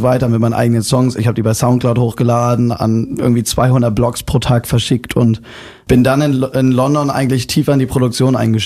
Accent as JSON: {"language": "German", "region": "Hamburg", "country": "Germany", "tie": "born there", "lives_now": "Mecklenburg-Vorpommern, Germany", "said": "Ich bin in Hamburg geboren, aber wohne in MacPom. Direkt quasi am Meer."}